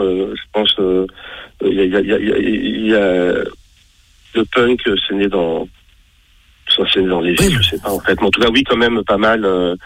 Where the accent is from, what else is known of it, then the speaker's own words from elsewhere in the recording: Sarcelles, Île-de-France, France; Oui, j'ai grandi, je suis né à Sarcelles, dans les HLM